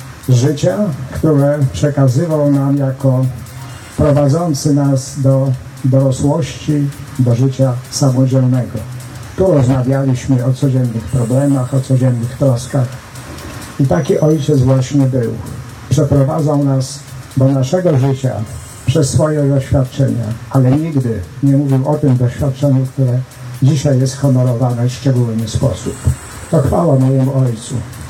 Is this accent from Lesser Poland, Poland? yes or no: no; Słupsk, Pomeranian Voivodeship, Poland; born there; ja się urodziłem w Słupsku już, kiedy w 1946 roku cała rodzina przyjechała z Grudka Jagiellońskiego i zamieszkała na stałe na tej ziemi.